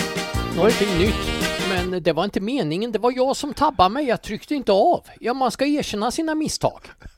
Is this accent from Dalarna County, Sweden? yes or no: no; Linköping, Östergötland, Sweden; som kommer från min hemstad faktiskt, Linköping.